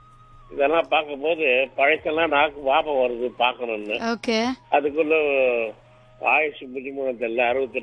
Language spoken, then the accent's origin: Tamil; Kovarthanagiri, Tamil Nadu, India; born there; also born or lived in Paruthipattu / Poonamallee; now in Chennai, India; வளர்ந்த இடம் கோவர்த்தனகிரி, கொஞ்சம் ஞாபகம் இது. அப்புறம் அதுக்கப்புறம் கொஞ்சம் வளர்ந்தது பூந்தமல்லி. இப்ப இருக்கிறது வந்து நுங்கம்பாக்கம் ஏரியா.